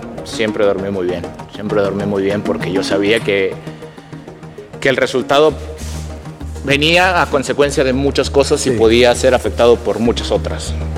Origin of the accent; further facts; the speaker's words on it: Mexico; Porque esto es México, lo que estamos viviendo es México. Nosotros somos ese país